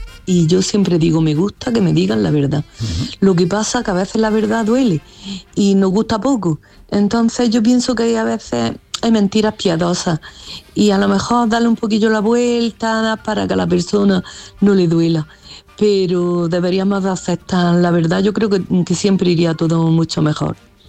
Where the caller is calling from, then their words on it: Granada, Andalusia, Spain; de Granada.